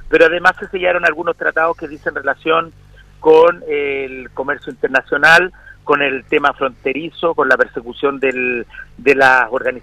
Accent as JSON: {"language": "Spanish", "town": "Calle Larga", "region": "Valparaíso", "country": "Chile", "said": "yo soy de Calle Larga, de los Andes"}